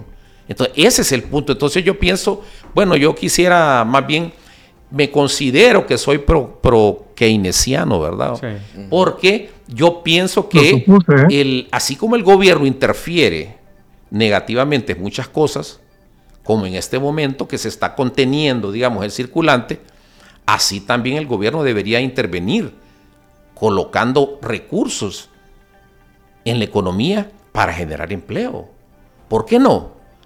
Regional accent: Honduras; nosotros, como buenos hondureños que somos y pensantes, y como decía el compañero, que nos hemos sacrificado aquí en Honduras

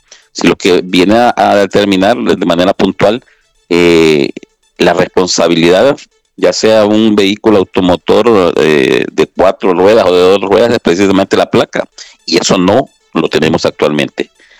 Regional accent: Honduras; nosotros los hondureños

